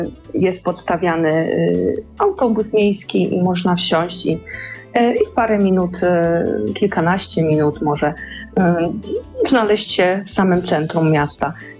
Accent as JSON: {"language": "Polish", "region": "southern Poland", "country": "Poland", "said": "bo ja jestem z południa"}